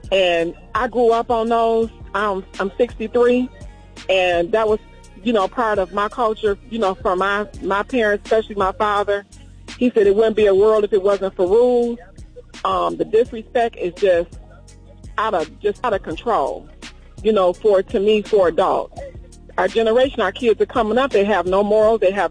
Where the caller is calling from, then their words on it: Detroit, Michigan, United States; I'm calling from Detroit.